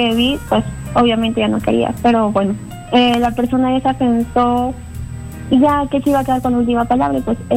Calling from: Ica, Peru

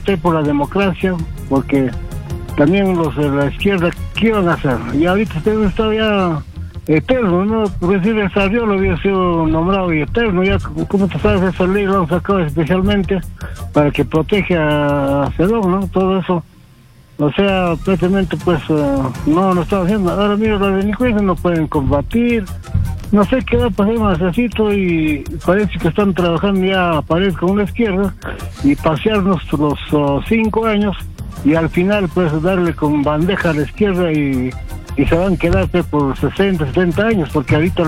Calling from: Lima, Peru; de Cerca de Lima.

